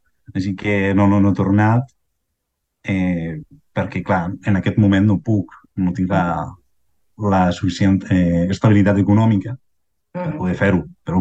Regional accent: Chile; Catalan is a second language; now in Catalonia, Spain; Jo sé que soc xilè, em sento molt a prop de Catalunya

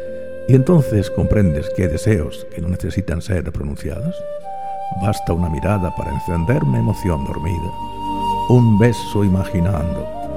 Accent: Murcia, Region of Murcia, Spain; Murcia, qué hermosa eres mi tierra, 94.6

